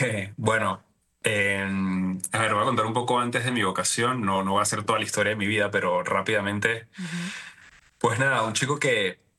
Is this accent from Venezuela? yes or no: yes; Venezuela; moved away as an adult; now in Rome, Italy; Yo soy de Venezuela y una familia muy grande, entonces me encanta la vida familiar. Crecí en un ambiente muy bonito, de muchos primos, muchos tíos, también en mi casa un ambiente de muchos principios y valores cristianos, católicos.